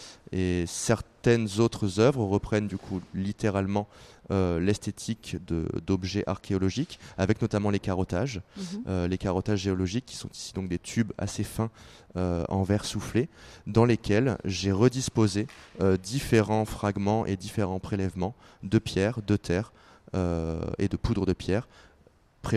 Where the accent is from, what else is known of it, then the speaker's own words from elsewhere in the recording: Nîmes, Occitanie, France; now in Toulon, France; Non, pas du tout, je suis originaire de Nîmes, mais j'habite à Toulon.